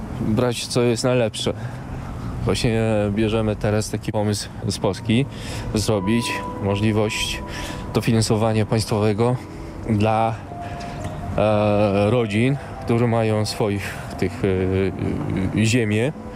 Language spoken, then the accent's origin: Polish; Mongolia